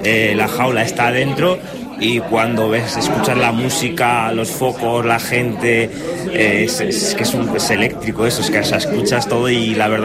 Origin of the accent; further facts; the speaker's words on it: Bilbao, Basque Country, Spain; moved away as an adult; also born or lived in Mungia / Sondika / Castro Urdiales; now in Vitoria, Spain; Yo nací en Bilbao y me crié en San Fran, en el barrio de San Francisco. También estoy viviendo entre Munguía, Sondica, Castro Urdiales, pero yo soy de Bilbao, vaya.